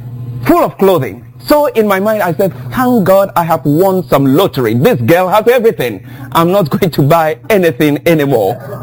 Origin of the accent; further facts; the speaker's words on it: Ghana; now in United States; I'm from Ghana.